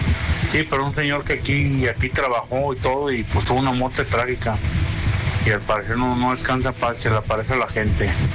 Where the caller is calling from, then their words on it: Guadalajara, Jalisco, Mexico; Desde Guadalajara, Jalisco